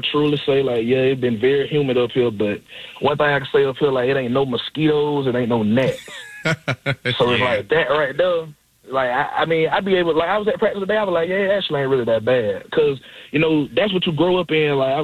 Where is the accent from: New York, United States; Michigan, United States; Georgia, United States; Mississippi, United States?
Georgia, United States; I'm originally from South Georgia, like